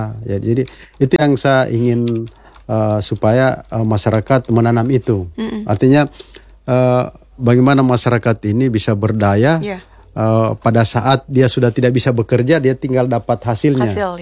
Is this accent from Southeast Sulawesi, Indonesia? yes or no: yes; Southeast Sulawesi, Indonesia; moved away; rakyat kita, masyarakat kita di Konawe ini